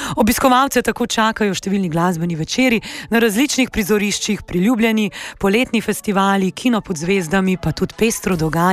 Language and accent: Slovenian; Upper Carniola, Slovenia; se smo Slovenci, Gorenci znani po tem, da smo športni navdušenci.